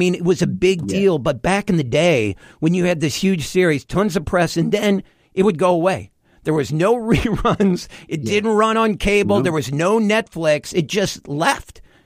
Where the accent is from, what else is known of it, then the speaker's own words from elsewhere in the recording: Peoria, Illinois, United States; I grew up in Peoria, Illinois